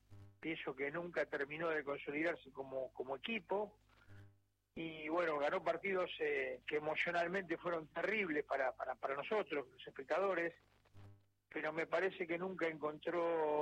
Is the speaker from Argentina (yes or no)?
yes; Argentina; Pero bueno, yo como argentino estoy agradecido